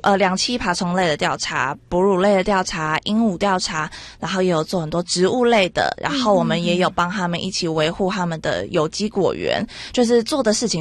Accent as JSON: {"language": "Chinese", "region": "Taipei", "country": "Taiwan", "said": "对，我是台北人。"}